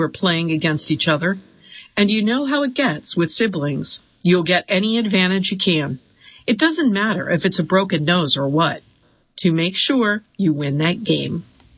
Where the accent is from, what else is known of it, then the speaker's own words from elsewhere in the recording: Jefferson City, Missouri, United States; When I was growing up in Jefferson City, Missouri, after school, my younger brother and I played basketball in the driveway until the sun went down